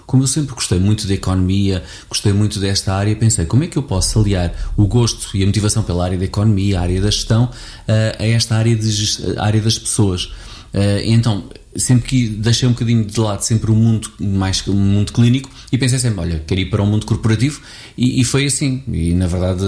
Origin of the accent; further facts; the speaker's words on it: Abrantes, Centro, Portugal; moved away as an adult; also born or lived in Algarve; tenho 50 anos, nasci em 1975, no Rocio ao Sul do Tejo, Abrantes, e portanto é um bocadinho esta a minha história aqui, e vivi a minha vida em Abrantes até aos 18 anos, mas já não vivo cá, mas continuo muito ligado a Abrantes.